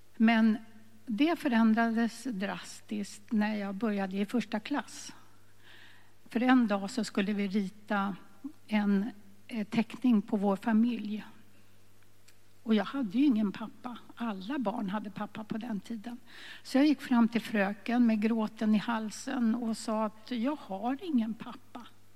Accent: Stockholm, Stockholm County, Sweden; born or raised there

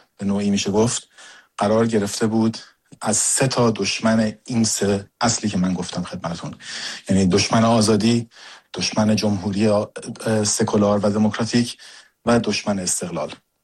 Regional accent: Iran; moved away; علی رضا و من کسانی هستیم که در ایران به دنیا اومدیم، در اونجا بزرگ شدیم، سختی ها و مرارت ها و مشکلات اونجا رو تجربه کردیم و بعد اومدیم اینجا

